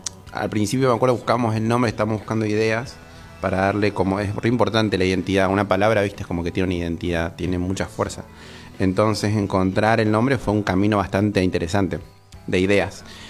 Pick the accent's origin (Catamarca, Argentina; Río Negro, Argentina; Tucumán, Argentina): Catamarca, Argentina; moved away as an adult; yo soy de Catamarca, sí. Buitre guitarrista también, ambos dos somos catamarqueños. Y acá estamos hace 9 años, ponele.